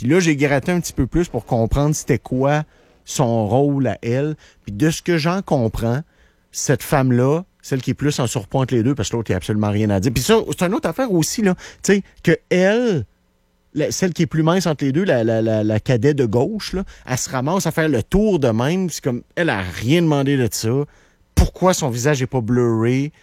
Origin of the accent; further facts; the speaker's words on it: Val-Bélair, Quebec, Canada; Le pire, là, c'est que moi, j'ai grandi à Val-Bélair avec plein d'enfants de militaires.